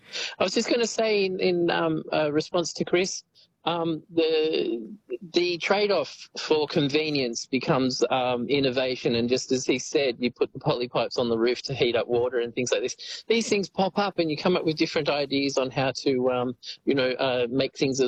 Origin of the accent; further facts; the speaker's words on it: Penrith, New South Wales, Australia; I grew up out in Penrith during the 80s. It was very much suburbia.